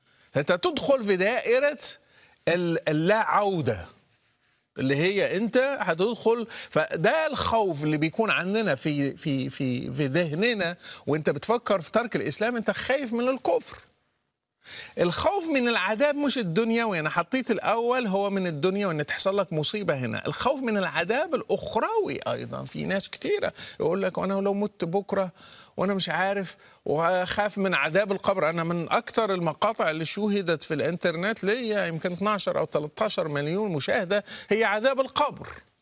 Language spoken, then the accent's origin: Arabic; Morocco; أنا بتذكر أول رمضان لم أصمه، لأنه كان عندنا في المغرب فكرة من ضمن التخويف